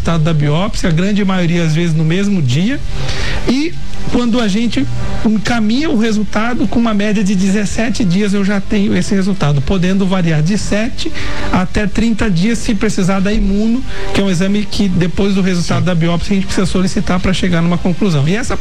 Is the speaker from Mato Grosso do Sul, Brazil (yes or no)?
yes; Corumbá, Mato Grosso do Sul, Brazil; em Corumbá, que é minha terra natal